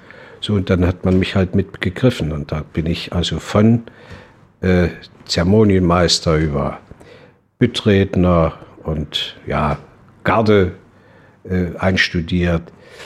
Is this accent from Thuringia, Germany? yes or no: yes; Gotha, Thuringia, Germany; also born or lived in Eichsfeld; Mein Vater ist zu seinen Eltern gezogen in den 1953 und da ist die Familie nach Gotha gekommen.